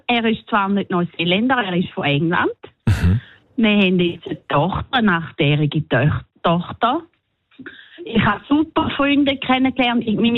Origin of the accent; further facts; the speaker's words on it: Switzerland; now in New Zealand; Als Schweizer ist man manchmal ein bisschen ungewöhnlich.